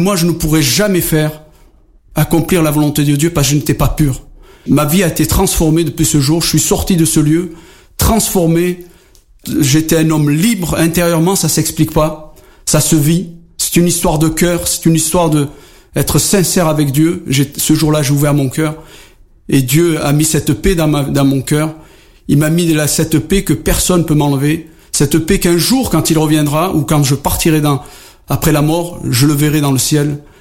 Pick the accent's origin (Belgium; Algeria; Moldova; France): Algeria